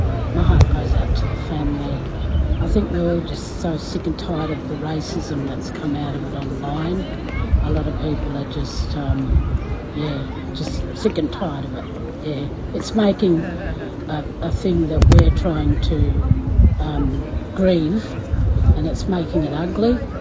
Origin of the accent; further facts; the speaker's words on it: Geraldton, Western Australia, Australia; Yeah. I was born and raised in Geraldton.